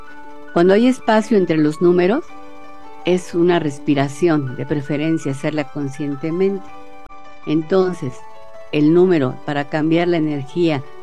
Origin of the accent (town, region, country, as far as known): Mexico